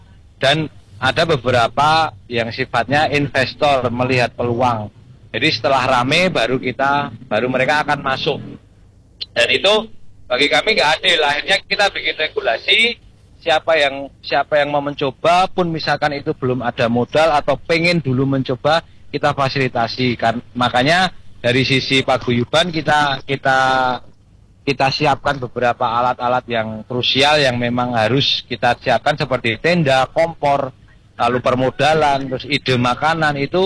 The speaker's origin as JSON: {"language": "Indonesian", "town": "Bantul", "region": "Special Region of Yogyakarta", "country": "Indonesia", "tie": "born or raised there", "said": "karena saya lokal Bantul, lahir besar tua di Bantul"}